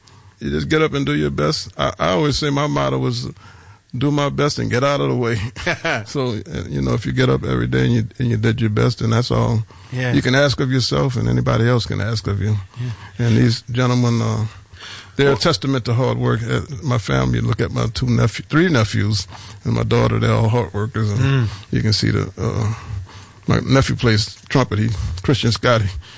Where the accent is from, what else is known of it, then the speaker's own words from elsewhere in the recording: New Orleans, Louisiana, United States; I realized that since I came from New Orleans and all of the generations who innovated jazz were still alive